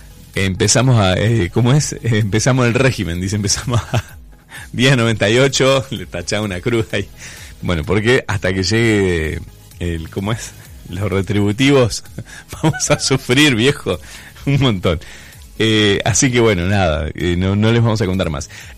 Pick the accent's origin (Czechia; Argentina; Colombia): Argentina; Cinco Saltos, Río Negro; born there; ¿Sabías que yo nací en Cinco Saltos? ¿Sabías esa parte? Sí. Yo nací en Five Jump.